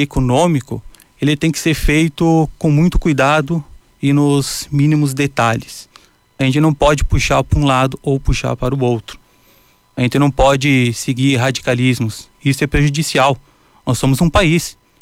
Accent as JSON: {"language": "Portuguese", "town": "Encantado", "region": "Rio Grande do Sul", "country": "Brazil", "tie": "born or raised there", "said": "Eu nasci aqui em Encantado, sou morador do bairro Porto 15 e passei minha infância inteira aí na Prainha do Picão"}